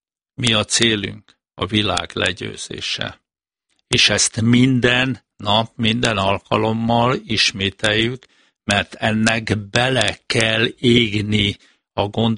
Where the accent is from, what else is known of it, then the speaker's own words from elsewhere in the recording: Hungary; magyar ember vagyok